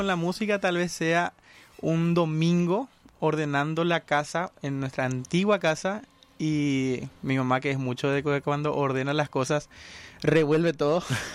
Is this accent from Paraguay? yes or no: yes; Luque, Central, Paraguay; Yo soy oriundo de la ciudad de Luque, de la República de Luque.